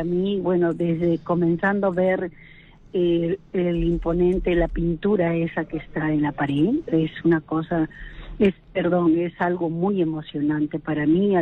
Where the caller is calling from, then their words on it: Lima, Peru; Llamo de San Juan